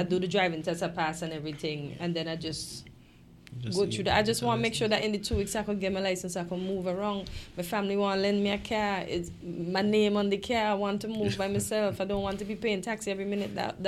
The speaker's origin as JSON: {"language": "English", "country": "St. Kitts & Nevis", "lives_now": "United States", "said": "I have everything U.S. now, but U.S. passport say I'm from St. Kitts and Nevis, and I have documents to prove that I'm from St. Kitts and Nevis."}